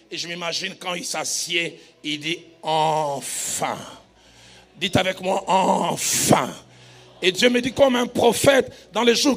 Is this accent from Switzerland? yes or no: yes; Lausanne, Vaud, Switzerland; J'ai grandi à Lausanne.